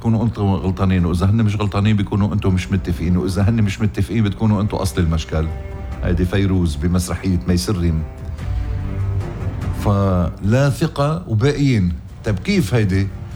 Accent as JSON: {"language": "Arabic", "country": "Lebanon", "said": "يا بلدي يا بلدي لبنان،"}